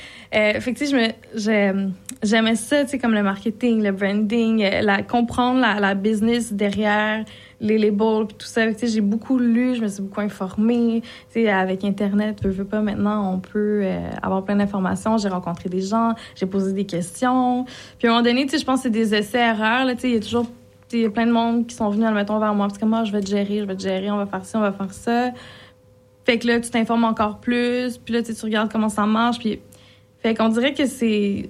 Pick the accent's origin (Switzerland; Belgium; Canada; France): Canada; Montreal, Quebec; born there; also born or lived in Laval; je suis née à Laval. J'ai grandi à Laval, mais toute mon. Tu sais, même la majorité de mon primaire, tout mon secondaire, cégep, université, puis tout ça, c'était à Montréal. Fait que j'étais plus. C'est ça, Montréal et ses environs, comme on dit